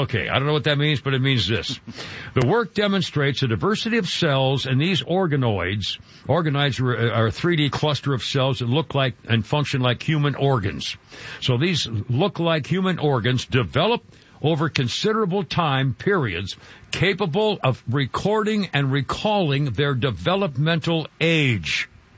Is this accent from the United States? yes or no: yes; New England, United States; born there; moved away; I was born in New England